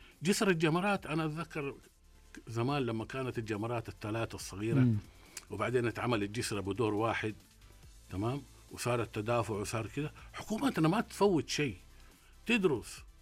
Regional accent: Saudi Arabia; فهذا حافز لينا نحن، يعني نحن أبناء البلد هذه.

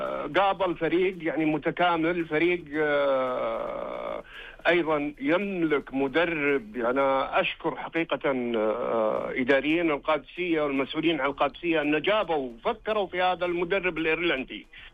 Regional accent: Saudi Arabia; بطولة تحمل اسم غالي على قلوبنا إحنا كسعوديين

